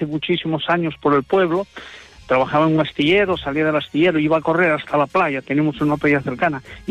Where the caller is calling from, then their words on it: Oviedo, Asturias, Spain; Les llamo desde Oviedo, aunque ahora, bueno, estoy al lado de Oviedo, unos kilómetros de Oviedo.